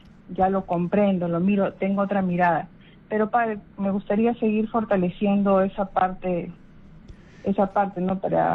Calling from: Ventanilla, Callao, Peru; padre, y llamo desde Ventanilla.

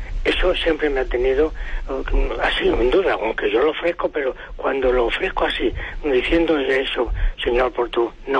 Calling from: Madrid, Community of Madrid, Spain; de Madrid.

